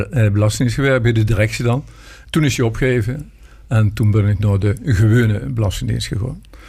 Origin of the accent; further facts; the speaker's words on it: Belfeld, Limburg, Netherlands; born there; also born or lived in Breda / Etten-Leur; now in Meerssen, Netherlands; Belfeld geboren, Noord-Limburg. Via Breda, Etten-Leur, in Meerse terechtgekomen. Ja, een rondje gemaakt en weer terug in het Limburgse. Toen ben ik nu al 37 jaar, wonen we door.